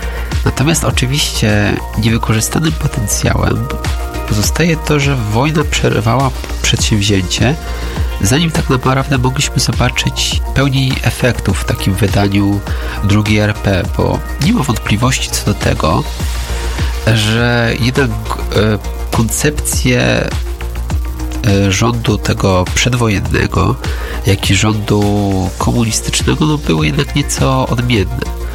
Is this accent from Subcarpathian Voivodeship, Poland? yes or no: yes; Rzeszów, Subcarpathian Voivodeship, Poland; tutaj akurat ja jestem z Rzeszowa i te opowieści rodzinne o tym dawnym WSK, o tych zakładach lotniczych